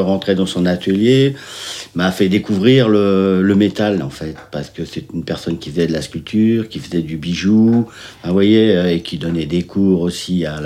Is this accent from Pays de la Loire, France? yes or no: yes; Le Mans, Pays de la Loire, France; moved away as an adult; now in Rochefort-en-Terre, France; Je suis originaire du Mans à la base.